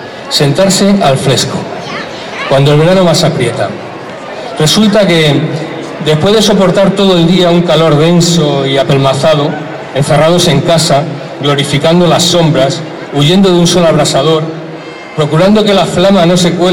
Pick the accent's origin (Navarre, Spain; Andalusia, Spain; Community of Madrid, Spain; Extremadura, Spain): Extremadura, Spain; debemos creernos importantes como extremeños.